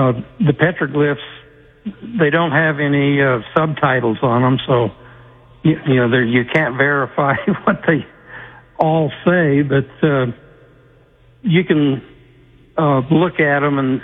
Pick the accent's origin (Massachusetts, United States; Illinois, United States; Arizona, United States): Arizona, United States; Snowflake; I grew up in Snowflake, and petroglyphs were part of my life.